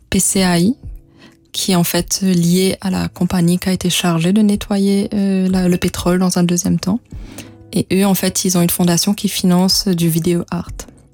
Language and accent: French; Tamarin, Black River, Mauritius; Et je suis née à Maurice et en fait au moment de commencer l'école vraiment, mes parents ont pris la décision de venir habiter à Maurice avec la chance en fait d'habiter à Tamarin sur la côte ouest